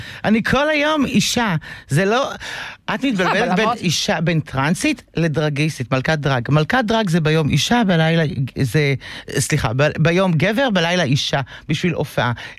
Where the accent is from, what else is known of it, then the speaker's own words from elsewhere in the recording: Karmiel, Northern District, Israel; born there; הייתי מתנדבת במודון גיל הזהב בקרמיאל